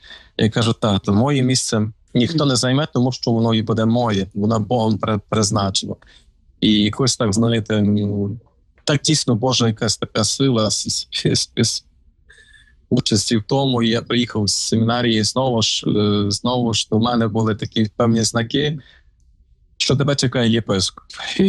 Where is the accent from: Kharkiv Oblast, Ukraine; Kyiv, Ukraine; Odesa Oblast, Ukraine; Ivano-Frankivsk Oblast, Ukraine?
Ivano-Frankivsk Oblast, Ukraine; moved away; Івано-Франківська